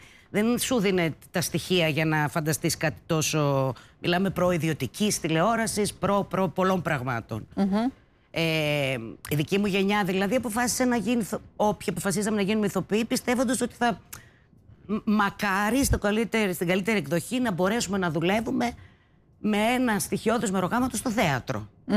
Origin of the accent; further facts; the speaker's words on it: Thessaloniki, Central Macedonia, Greece; Ήμουν ένα παιδί από τη Θεσσαλονίκη